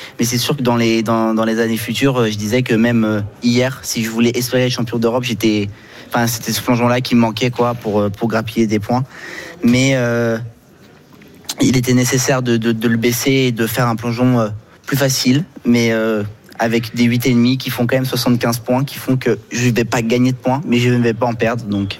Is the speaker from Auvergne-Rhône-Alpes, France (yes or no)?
yes; Lyon, Auvergne-Rhône-Alpes, France; Moi, j'ai grandi à Lyon. J'ai fait primaire, collège, lycée là-bas